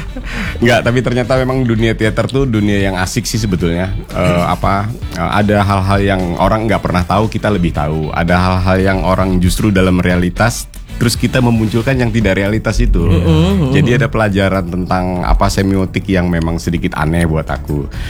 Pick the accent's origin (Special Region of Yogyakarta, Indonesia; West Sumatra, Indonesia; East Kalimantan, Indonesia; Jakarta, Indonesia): Jakarta, Indonesia; born there; Ibu dari kelahiran Pandeglang, terus bapak dari Bali. Bapak jadi percampuran Bali. Terus lahirnya di Jakarta.